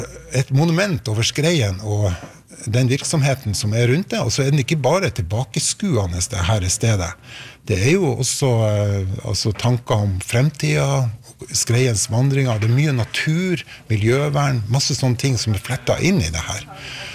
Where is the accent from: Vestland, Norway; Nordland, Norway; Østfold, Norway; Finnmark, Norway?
Nordland, Norway; Svolvær; jeg vokste jo opp i Svolvær, hvor det var, altså hvor skreifiske var, sånn, satte veldig preg på byen.